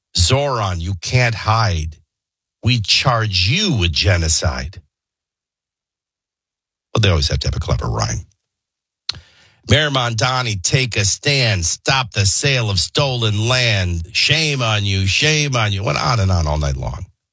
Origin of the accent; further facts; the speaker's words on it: Chicago, Illinois, United States; Oh, as I was saying, I grew up in Chicago.